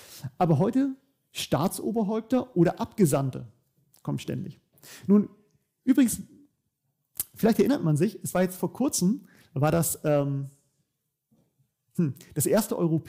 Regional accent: Germany

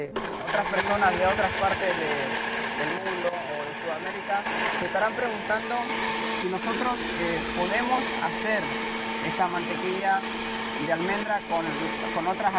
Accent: Argentina; moved away; Como vengo de Argentina

